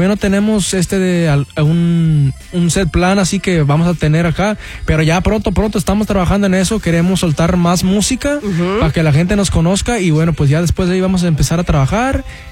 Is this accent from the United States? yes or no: yes; Houston, Texas, United States; born there; Bueno, yo soy nacido y radicamos ahí en Houston, Texas, pero traigo de descendencia y raíces mexicanas de, para ser exacto, Veracruz, México.